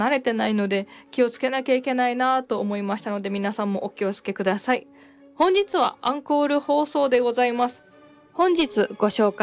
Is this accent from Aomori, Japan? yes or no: yes; Hachinohe, Aomori, Japan; でございます。